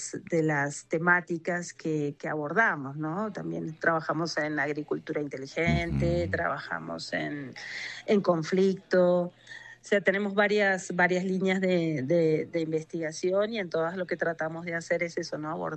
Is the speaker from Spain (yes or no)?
no; Argentina; accent: Argentine; moved away as an adult; now in Colombia; Soy argentina, pero hace 20 años que trabajo aquí en la Universidad Antonio Nariño, aquí en Colombia.